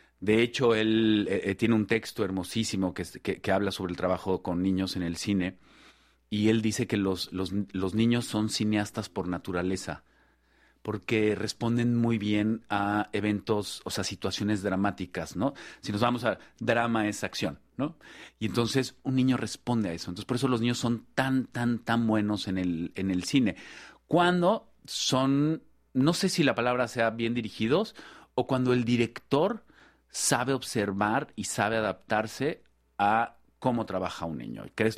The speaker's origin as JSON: {"language": "Spanish", "country": "Mexico", "tie": "born or raised there", "said": "Yo realmente crecí viendo telenovelas en México y después tuve esta atracción por el cine"}